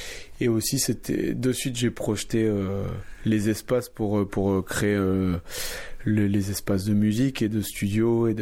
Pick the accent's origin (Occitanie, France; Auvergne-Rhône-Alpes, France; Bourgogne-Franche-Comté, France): Occitanie, France; Toulouse; Moi, je suis né à Toulouse, j'ai toujours grandi à Toulouse, j'ai vécu à Toulouse